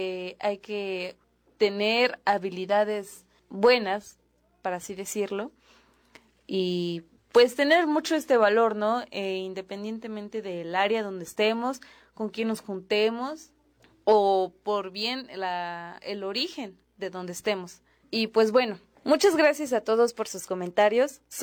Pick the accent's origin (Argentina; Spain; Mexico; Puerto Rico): Mexico